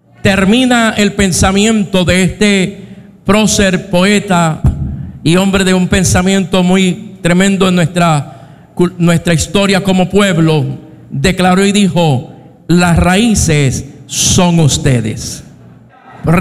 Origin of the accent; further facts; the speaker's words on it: Puerto Rico; first language Spanish; decidí nacer en Puerto Rico. Por gracia, por misericordia, pues somos puertorriqueños del Caribe y nuestro idioma principal es el español.